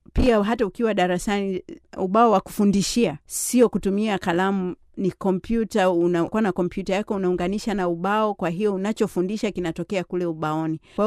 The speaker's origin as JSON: {"language": "Swahili", "town": "Lushoto", "region": "Tanga Region", "country": "Tanzania", "said": "Sasa unajiuliza, mimi natoka Lushoto kule Gare, hata nchi yangu yenyewe sifahamu vizuri"}